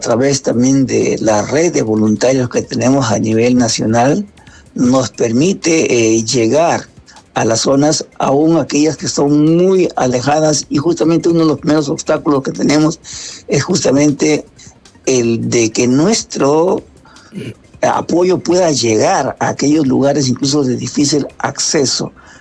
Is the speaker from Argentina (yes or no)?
no; Peru; A nosotros como peruanos nos queda hacer la nuestra